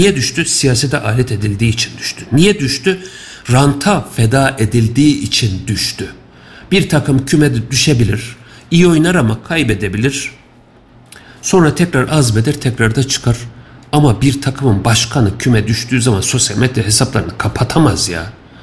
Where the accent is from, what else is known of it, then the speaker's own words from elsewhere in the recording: Kayseri, Turkey; Bir Kayserili olarak üzüldük.